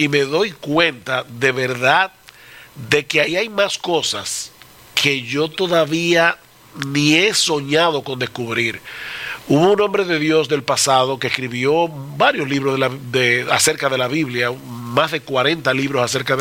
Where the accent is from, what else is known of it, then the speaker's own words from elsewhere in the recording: Dominican Republic; born there; yo nací en un pueblo, en República Dominicana, que no hay mar.